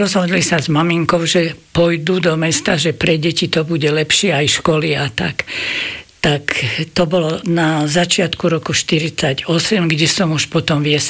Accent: Nové Zámky, Nitra Region, Slovakia; born there; also born or lived in Zvolenská Slatina; Keď som mala necelých 6 rokov, tak sme sa presťahovali do Nových Zámkov

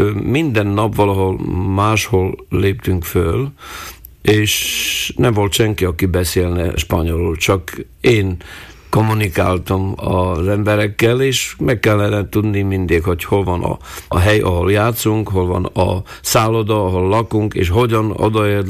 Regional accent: Prešov, Prešov Region, Slovakia; Hát otthon, oda-haza, Eperjesen. Amikor én születtem, akkor az öreg anyám és az öreg apám, a édesanyámnak a oldalról, azok csak magyarul beszéltek.

